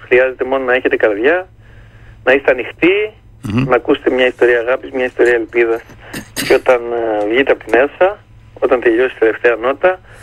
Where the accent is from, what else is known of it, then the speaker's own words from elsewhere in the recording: Greece; ως Έλληνας, ως μουσικός, ως άνθρωπος με ελληνοαρμένικες ρίζες μου, που γνωρίζει τι σημαίνει η μνήμη της προσφυγιάς